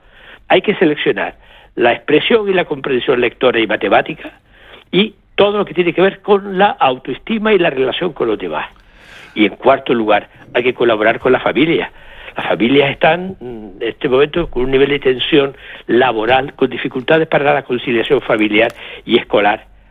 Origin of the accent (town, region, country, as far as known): Canary Islands, Spain